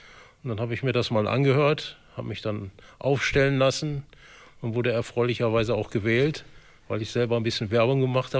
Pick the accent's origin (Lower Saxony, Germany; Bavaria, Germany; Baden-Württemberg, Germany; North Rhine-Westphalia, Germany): North Rhine-Westphalia, Germany; moved away as an adult; now in East Frisia, Germany; Nein, ich komme aus dem Ruhrgebiet. Lässt sich manchmal an der Sprache nicht verheimlichen. Verstehe aber platt inzwischen schon ein bisschen was. Sprechen weniger.